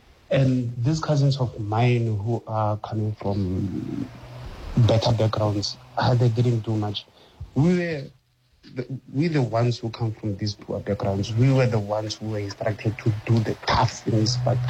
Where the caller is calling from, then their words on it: Pretoria, Gauteng, South Africa; I'm from Pretoria.